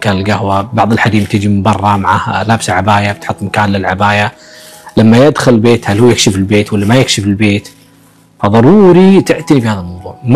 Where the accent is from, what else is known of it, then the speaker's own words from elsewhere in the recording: Kuwait; اللي يخرب البيت بالكويت عندنا